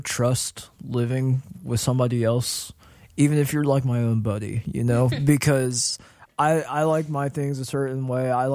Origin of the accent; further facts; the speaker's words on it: Vandalia, Ohio, United States; I'm from Vandalia.